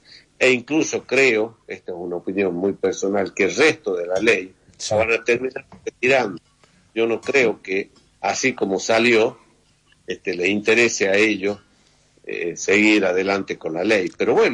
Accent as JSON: {"language": "Spanish", "town": "Chilecito", "region": "La Rioja", "country": "Argentina", "tie": "born or raised there", "also_born_or_lived": "Mendoza", "said": "viajamos porque había un potencial desarrollo en ese momento agrícola en zona de Chilecito y llegamos con esa misi"}